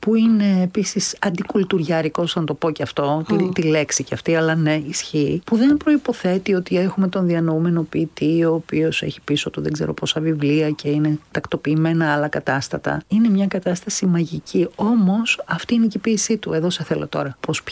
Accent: Greece; και είμαστε Έλληνες καλλιτέχνες επίσης

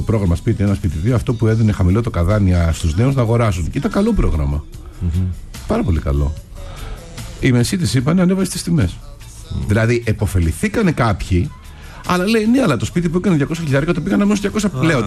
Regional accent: Perissos, Attica, Greece; Εγώ ξέρω πολυκατοικία στην περιοχή που μεγάλωσα στον Περισσό.

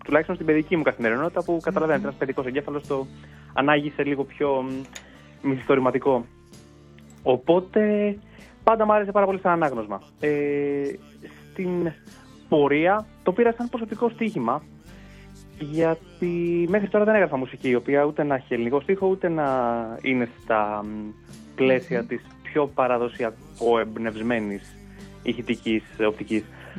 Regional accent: Greece; εμείς είμαστε Έλληνες

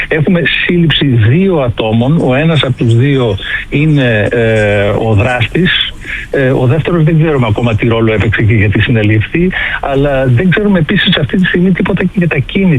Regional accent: Greece; now in Germany; εμείς ως Έλληνες

